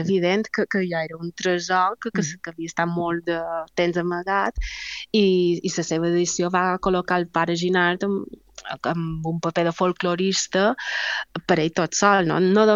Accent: Mallorca, Balearic Islands, Spain; la nostra idiosincràsia com a societat mallorquina

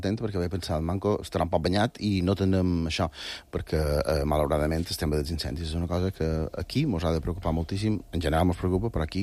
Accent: Balearic Islands, Spain; Som mallorquins

